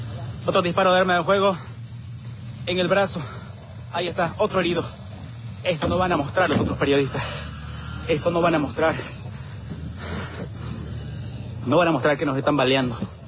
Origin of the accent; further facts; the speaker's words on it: San Julián, Santa Cruz, Bolivia; Y nosotros estamos aquí, como hijos de esta tierra. Y no lo pensamos dos veces para hacerlo. Somos periodistas, pero antes somos julianeños. Somos de San Julián.